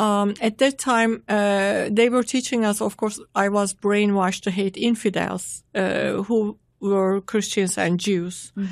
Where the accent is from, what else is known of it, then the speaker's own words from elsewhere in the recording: Turkey; I was born and raised in Turkey in a devout Muslim home.